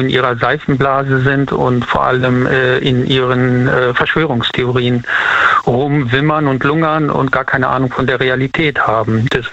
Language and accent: German; Siegburg, North Rhine-Westphalia, Germany; Ich komme aus Siegburg.